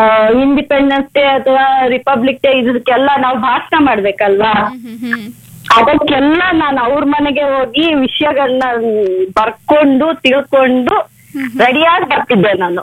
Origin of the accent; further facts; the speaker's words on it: Chitradurga, Karnataka, India; born there; also born or lived in Madhugiri; ನಾನ್ ಮಧುಗಿರಿಲಿ ಓದ್ತಿದ್ದೆ, ನಾಲ್ಕನೇ ಕ್ಲಾಸ್ ವರ್ಗೂ ನಾನ್ ಮಧುಗಿರಿಲೇ ಓದ್ತಿದ್ದು. ಐದನೇ ಕ್ಲಾಸ್ಗೆ ಅಂತ ನಮ್ಮೂರಿಗೆ ಬಂದೆ, ನಮ್ಮೂರು ನಮ್ ನೇಟಿವ್ ಬಂದು ಚಿತ್ರದುರ್ಗ